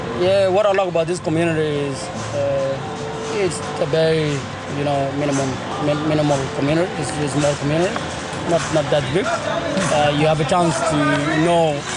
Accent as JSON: {"language": "English", "country": "South Sudan", "tie": "born there", "moved": "as an adult", "said": "I'm from South Sudan. That's where I was born."}